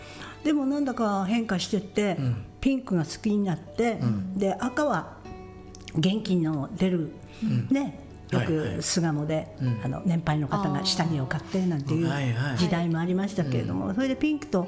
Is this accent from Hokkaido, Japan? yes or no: yes; Sapporo, Hokkaido, Japan; moved away; お母ちゃんと私が札幌で生まれ育ったんですけれども、うん、もうすごいガチガチのやっぱり北海道人